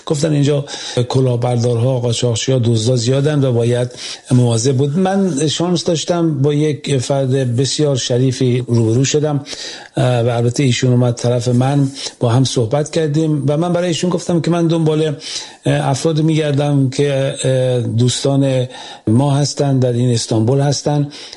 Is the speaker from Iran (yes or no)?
yes; Iran; ولی خب بعد مترجم اومد و روشن شد که ما از ایران اومدیم.